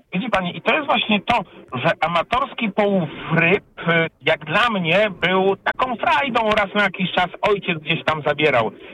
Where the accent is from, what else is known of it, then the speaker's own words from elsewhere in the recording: Lublin Voivodeship, Poland; moved away; Ja akurat pochodzę zupełnie z innej części Polski, bo z lubelskiego, i wspominam naprawdę fenomenalne te dziecięce lata wędkowania.